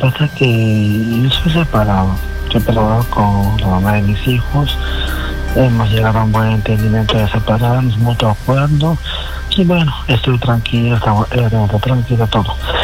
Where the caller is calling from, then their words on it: Lima, Peru; De acá, Ate